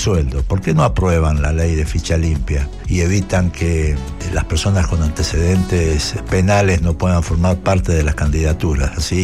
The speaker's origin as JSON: {"language": "Spanish", "country": "Argentina", "said": "Los argentinos sí, somos como somos y a veces pagamos los platos rotos porque somos a veces un poco complicados"}